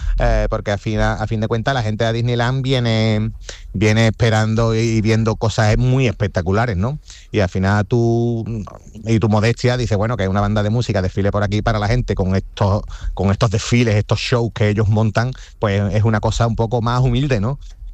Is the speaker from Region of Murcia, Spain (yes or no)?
no; Cádiz, Andalusia, Spain; ese arte de Cádiz, y era, creo que era el sitio, el momento de, como gaditano, sacar orgullosos nuestra bandera, de nuestra música, nuestra cultura y nuestra identidad.